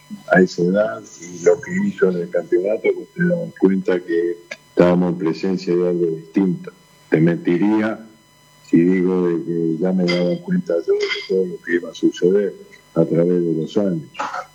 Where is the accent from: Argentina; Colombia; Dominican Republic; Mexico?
Argentina; por como argentino